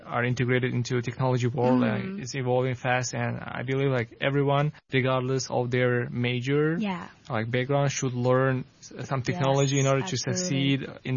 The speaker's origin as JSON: {"language": "English", "country": "Tajikistan", "first_language": "Tajik", "second_language": "English", "moved": "as an adult", "lives_now": "Hong Kong", "said": "I come from Tajikistan. I came to Hong Kong actually 4 years ago to study bachelor's degree in finance at Hong Kong Baptist University."}